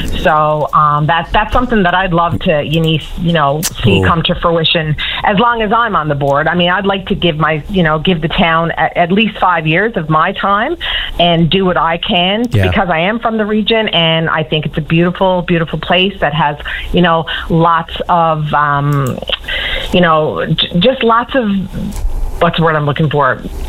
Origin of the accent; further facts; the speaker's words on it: Harbour Grace, Newfoundland and Labrador, Canada; I'm originally from Harbor Grace, and when my father passed away, last year, I decided to put my name forward and volunteer.